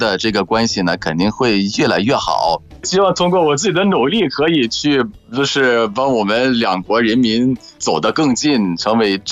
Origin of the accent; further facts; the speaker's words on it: Egypt; ，拜拜。